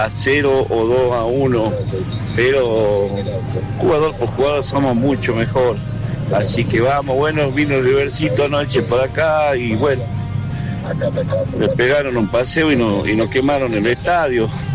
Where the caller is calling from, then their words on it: Salta, Argentina; aquí de Salta Capital … manda saludos.